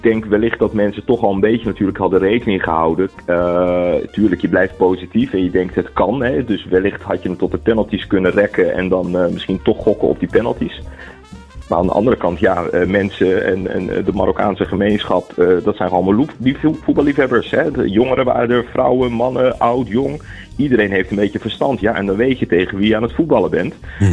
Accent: Leiden, South Holland, Netherlands; Ja, tuurlijk. Ik ben ook gewoon een Leidenaar.

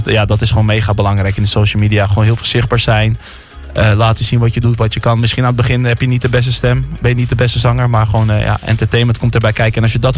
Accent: Almere, Flevoland, Netherlands; We waren daar in een kroeg in Almere, waar ik vandaan kom.

